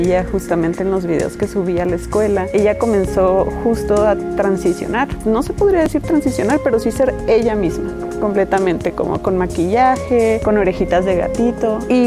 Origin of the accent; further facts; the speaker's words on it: Mazatlán, Sinaloa, Mexico; Les dos somos de Mazatlán, Sinaloa, y es la historia de …, de … con ….